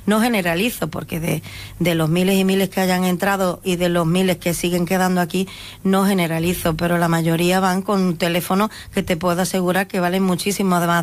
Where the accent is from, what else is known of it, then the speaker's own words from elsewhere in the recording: Ceuta, Spain; Yo soy nacida aquí en Ceuta, de padre ceutí también, todos mis hermanos, toda la familia.